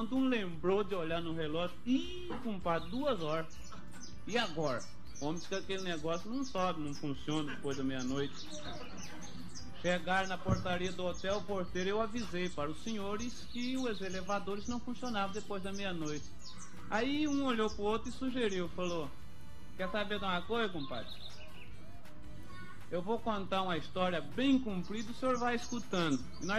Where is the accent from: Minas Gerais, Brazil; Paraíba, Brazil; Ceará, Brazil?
Minas Gerais, Brazil; Eu sou mineiro. Quem quiser ver um mineiro correr, só soltar um queijo morro abaixo.